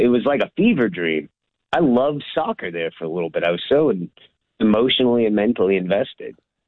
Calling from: Dallas, Texas, United States

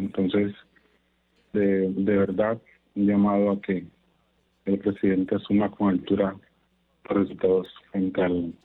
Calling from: Montería, Córdoba, Colombia; Desde Montería, un saludo.

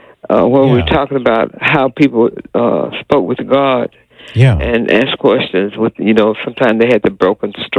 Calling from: Atlanta, Georgia, United States; from Atlanta

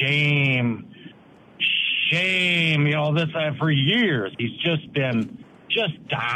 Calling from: Westby, Wisconsin, United States; I'm from Westby.

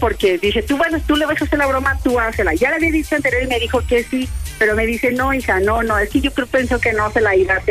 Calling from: Tecámac, State of Mexico, Mexico; En Tecámac. Tiene 2 meses mi mamá aquí conmigo.

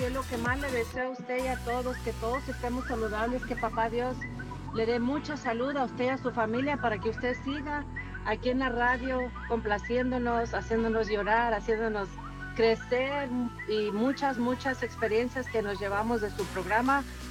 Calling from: Oxnard, California, United States; aquí de Oxnard.

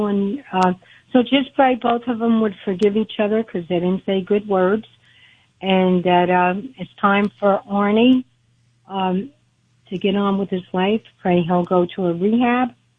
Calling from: New Jersey, United States; I'm calling from New Jersey.

